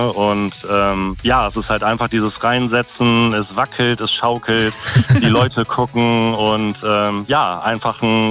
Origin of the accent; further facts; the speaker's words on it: Stralsund, Mecklenburg-Vorpommern, Germany; Ich komme gebürtig aus Stralsund an der Ostsee.